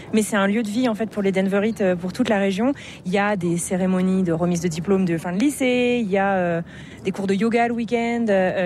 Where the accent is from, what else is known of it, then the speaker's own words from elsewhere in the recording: Brittany, France; Je suis originaire de Brest, mais non, je suis originaire de entre Brest et le Conquet, donc la pointe Finistère.